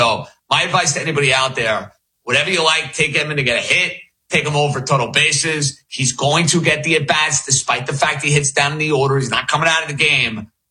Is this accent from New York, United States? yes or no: yes; New York, United States; I talk to you and I'm loud and I'm from New York and that's what we do.